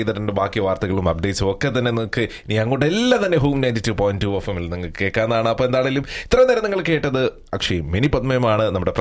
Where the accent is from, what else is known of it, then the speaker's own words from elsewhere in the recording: Kerala, India; moved away; നമ്മൾ എവിടെ ചോദിക്കുമ്പോ കേരളത്തിൽ നിന്ന്